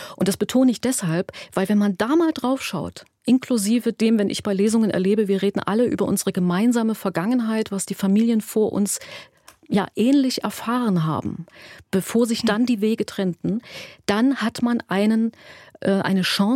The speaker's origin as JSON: {"language": "German", "town": "Leipzig", "region": "Saxony", "country": "Germany", "said": "ich komme aus Leipzig"}